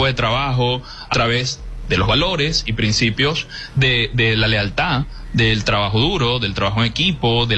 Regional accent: Peru; moved away as an adult; now in Venezuela; solamente tengo un año aquí en Venezuela. Una de las metas que me propuse desde que me vine de Perú

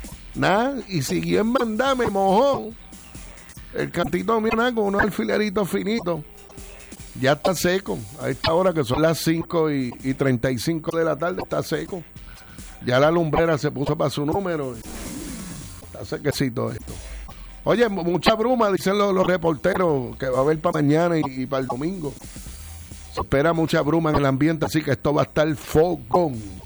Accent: Añasco, Puerto Rico; mi pueblo de Añasco

